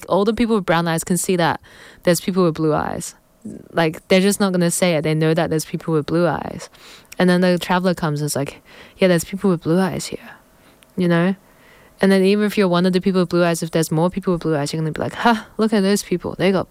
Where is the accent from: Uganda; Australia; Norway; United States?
Australia; Canberra, Australian Capital Territory; I grew up in Canberra, so I got the whole Canberra school system